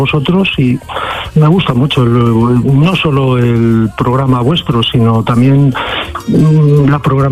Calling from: Alicante, Valencian Community, Spain; yo soy de Alicante y paso la mitad del tiempo en Alicante y la mitad en Sotillo del Rincón, en Soria.

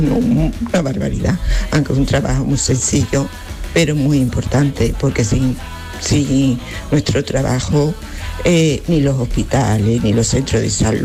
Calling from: Seville, Andalusia, Spain; de Sevilla.

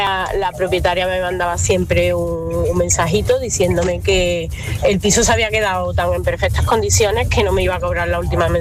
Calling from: Córdoba, Andalusia, Spain; de Córdoba.

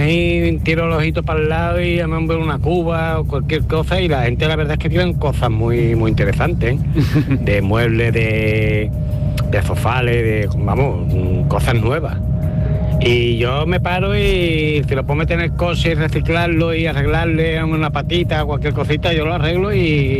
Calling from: Utrera, Andalusia, Spain; de Utrera?

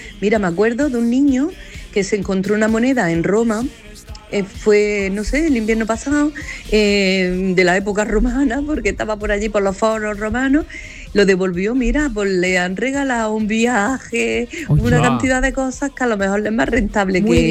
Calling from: Granada, Andalusia, Spain; de Granada.

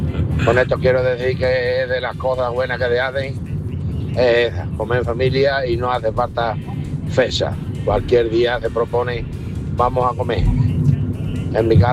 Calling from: Spain; de Villaverde.

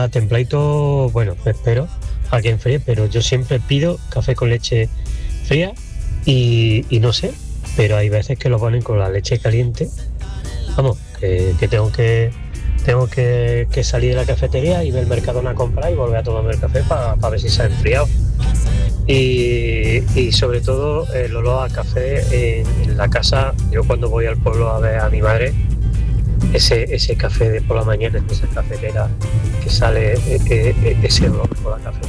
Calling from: Granada, Andalusia, Spain; Hola, buenas tardes desde Granada.

